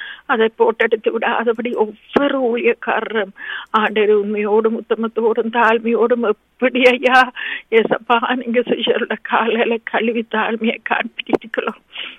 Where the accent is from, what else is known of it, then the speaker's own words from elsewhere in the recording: Sri Lanka; moved away; நாங்கள் பிறந்து வளர்ந்த இலங்கை தேசத்துக்காக நன்றி சொல்கிறோம் ராஜா.